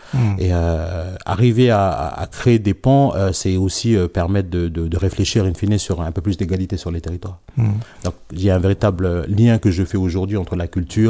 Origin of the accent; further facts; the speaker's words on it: New Caledonia; à nous, du peuple Kanak